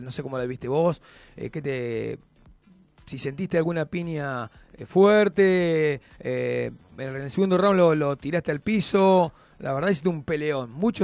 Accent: Argentina

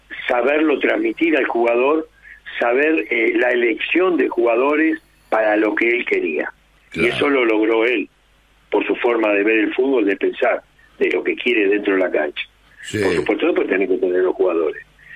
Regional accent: Ramos Mejía, Buenos Aires Province, Argentina; yo nací en Ramos Mejía, sí. Viví en Ramos Mejía

